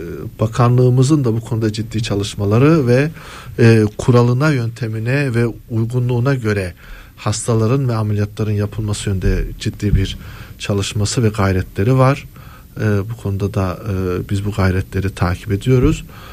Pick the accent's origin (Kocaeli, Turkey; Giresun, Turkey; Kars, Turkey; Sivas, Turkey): Giresun, Turkey; Ben mesela Giresunluyum. Gidiyorsun bağına, bahçene, tarlana, onu yakıyordun.